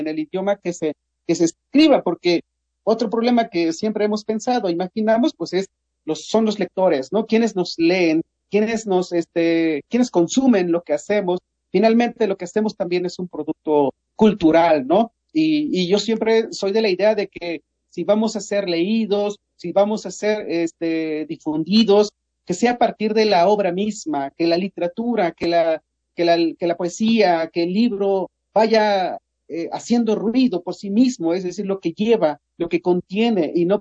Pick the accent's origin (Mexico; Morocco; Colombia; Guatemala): Mexico